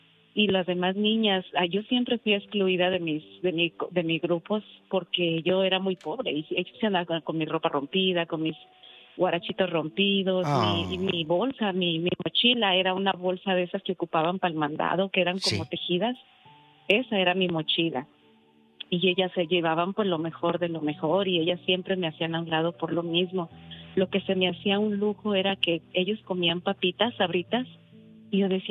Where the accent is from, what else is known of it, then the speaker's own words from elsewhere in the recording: Durango, Mexico; y una vez yo regresé a Durango hace 10 años, fui a Durango a mi tierra